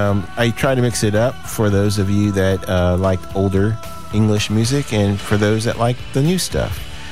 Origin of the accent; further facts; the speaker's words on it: San Antonio, Texas, United States; moved away; I was born and raised in San Antonio